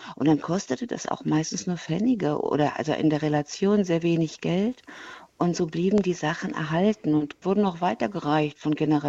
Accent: Thuringia, Germany; now in Potsdam, Germany; gebürtig in Thüringen. Und wohne jetzt in Potsdam.

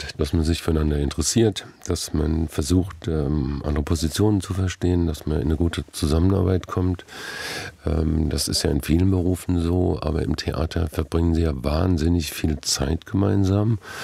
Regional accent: Neustadt an der Weinstraße, Rhineland-Palatinate, Germany; moved away; Neustadt hatte zu dem Zeitpunkt 50.000 Einwohner und wir wohnten, also meine Eltern hatten eine Bäckerei und wohnten auch noch in einer Art Vorort, also wie so eine Vorstadt. Mhm. Also nicht direkt im Zentrum, also eher ländlich.

